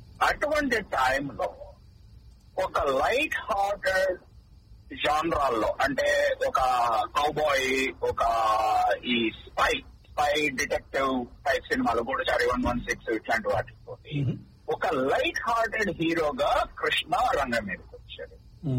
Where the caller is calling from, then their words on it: Detroit, Michigan, United States; Detroit నుంచి radio service శ్రోతలందరికీ నమస్కారం.